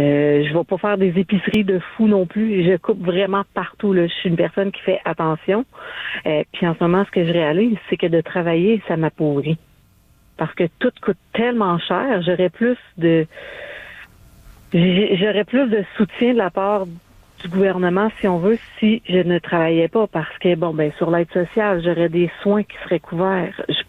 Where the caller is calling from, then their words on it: Lévis, Quebec, Canada; Là, moi, je suis à Lévis